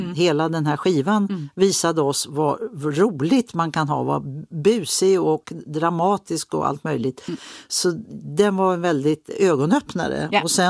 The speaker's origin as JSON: {"language": "Swedish", "country": "Sweden", "also_born_or_lived": "Basel / Germany", "moved": "as an adult", "said": "jag vill vara hemma i Sverige"}